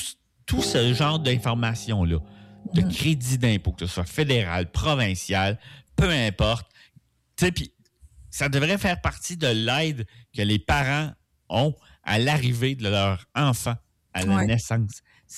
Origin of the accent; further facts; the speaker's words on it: Trois-Rivières, Quebec, Canada; born there; quand je suis né